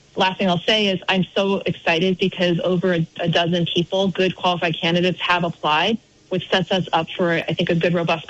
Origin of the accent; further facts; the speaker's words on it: Barrie, Ontario, Canada; I learned actually from a great legislator when I served alongside Peter Anthony from my hometown of Barrie